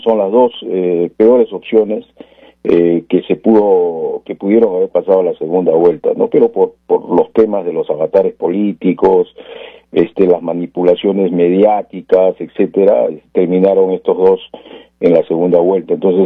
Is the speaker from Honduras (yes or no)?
no; Peru; moved away